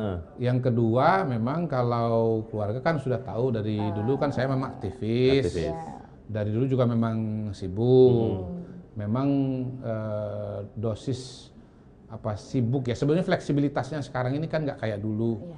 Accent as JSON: {"language": "Indonesian", "town": "Palembang", "region": "South Sumatra", "country": "Indonesia", "tie": "born there", "also_born_or_lived": "Central Kalimantan", "said": "Kebetulan karena saya lahir di Palembang, terus lama tinggal di Kalimantan Tengah, ini dua daerah yang kalau ada kebakaran hutan itu paling parah."}